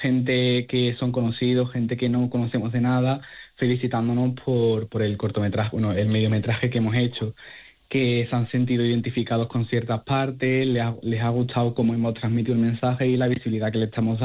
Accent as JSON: {"language": "Spanish", "region": "Ceuta", "country": "Spain", "said": "nos da miedo poner que somos de Ceuta, porque Ceuta es una ciudad que está tan aislada de la península que tenemos claro que no nos cogerían por el hecho de ser de Ceuta"}